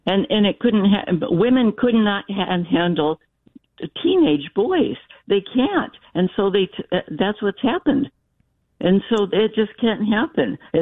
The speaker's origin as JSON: {"language": "English", "town": "Dearborn", "region": "Michigan", "country": "United States", "tie": "born or raised there", "moved": "yes", "lives_now": "Florida, United States", "said": "I'm a 70-year-old white woman, and I was born and raised in Dearborn, Michigan"}